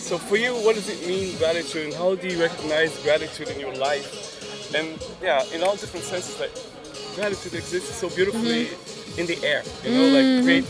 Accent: Brazil; moved away; I grew up in Brazil

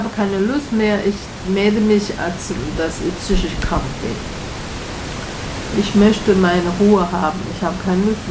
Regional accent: Taiwan; German is a second language; Und jetzt sehe ich, was Taiwan, ich komme aus Taiwan, und Taiwan, junge Leute, sag mal, durchschnittlich ab 20-Jährige, die sind alles in der Uni gegangen

